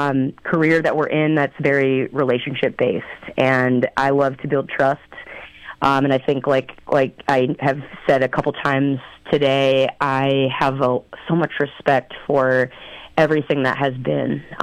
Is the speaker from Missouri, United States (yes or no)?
yes; St. Louis, Missouri, United States; I was born in St. Louis, Missouri, and I grew up seven rows behind the plate at Busch Stadium in St. Louis.